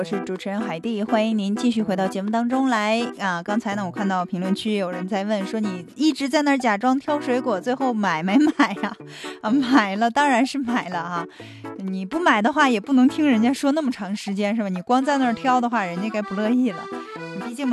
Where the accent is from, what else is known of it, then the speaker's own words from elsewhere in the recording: Harbin, Heilongjiang, China; 作为哈尔滨人哈、本地人